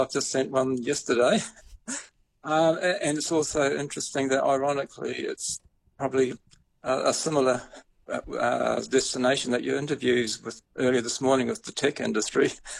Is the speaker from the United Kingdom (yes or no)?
no; New Zealand; I come from New Zealand.